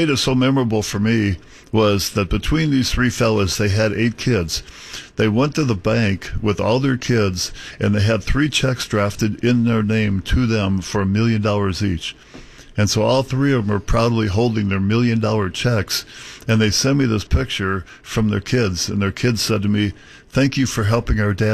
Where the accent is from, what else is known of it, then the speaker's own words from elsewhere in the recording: Iowa, United States; I'm from Iowa